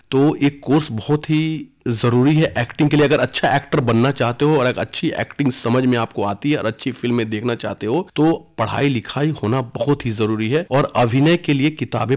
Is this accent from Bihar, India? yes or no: yes; Munger, Bihar, India; मैं मुंगेर जिला से हूँ, तो आप समझ सकते हैं कि मुंगेर एक छोटा सा टाउन है, कस्बा है बिहार में, लेकिन नाम इसका हर जगह है मुंगेर का।